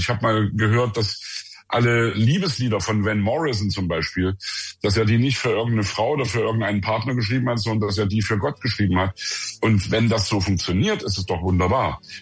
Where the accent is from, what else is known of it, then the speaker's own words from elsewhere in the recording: Leipzig, Saxony, Germany; Also wir sind ja in der Thomaskirche in Leipzig groß geworden, also vier von uns